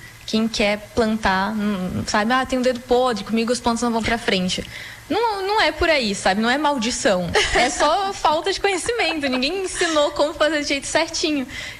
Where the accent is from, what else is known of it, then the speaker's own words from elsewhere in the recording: Rio Grande do Sul, Brazil; Sim, não, eu cresci, a minha infância inteira foi no meio do mato, com os meus avós, porque eles moram, né, na roça que a gente fala, com milho, com soja